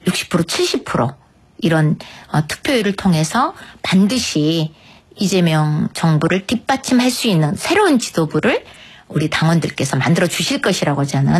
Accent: Muan, South Jeolla, South Korea; now in Mokpo, South Korea; 또 제가 호남 사람입니다. 전남 무안이 고향이고 목포가 네. 집인데

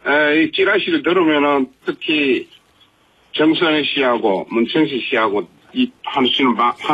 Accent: Yeongcheon, North Gyeongsang, South Korea; now in Jinhae, South Korea; 제 고향이 영천인데

